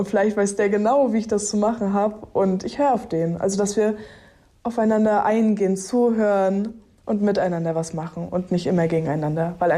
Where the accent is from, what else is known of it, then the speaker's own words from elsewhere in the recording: Demmin, Mecklenburg-Vorpommern, Germany; ich fühle mich nicht mehr als Ostdeutsch oder als irgendwie Westdeutsch. Ich fühle mich einfach, ja … ich komme aus Demmin.